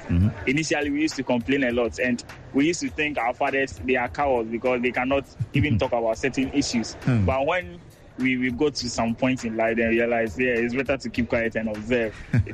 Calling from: Achimota, Greater Accra, Ghana; I'm speaking from Achimota.

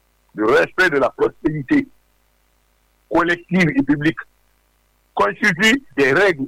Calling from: Guéckédou, Nzérékoré Region, Guinea; Je suis de Gekedou

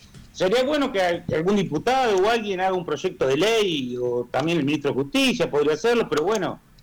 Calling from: Trenque Lauquen, Buenos Aires Province, Argentina; yo soy de Trenquelauquen

